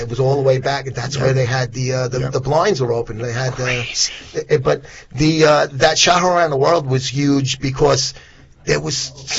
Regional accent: New York City, New York, United States; as a New Yorker and a Brooklynite

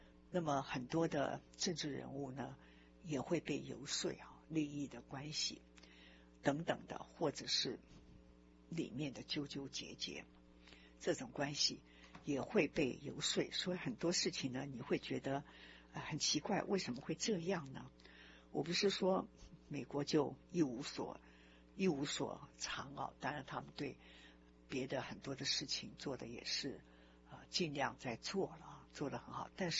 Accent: Taiwan; now in United States; 就像我讲，我来自台湾，我觉得如果台湾很好的话，我讲出去，我觉得我很光荣啊。

